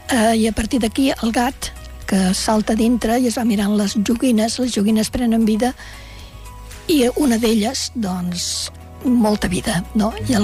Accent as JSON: {"language": "Catalan", "town": "Barcelona", "region": "Catalonia", "country": "Spain", "tie": "born there", "said": "Jo vaig néixer a Barcelona, però després vaig anar a viure en una casa de pagès en què la gent rural no tenen especial amor als animals."}